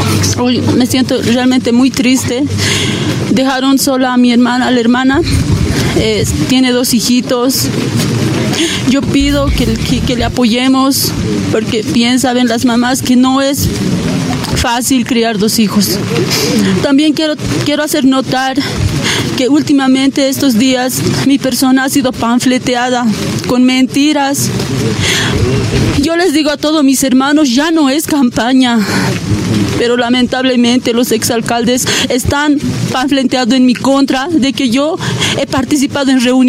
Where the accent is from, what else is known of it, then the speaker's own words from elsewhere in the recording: Calamarca, La Paz, Bolivia; de Calamarca. Hoy nos sentimos muy indignados porque ha fallecido uno de nuestros hermanos aquí de mi pueblo.